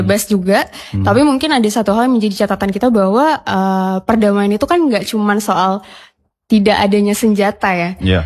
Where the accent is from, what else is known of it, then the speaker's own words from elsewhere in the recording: Aceh, Indonesia; sebagai warga Aceh, Bang.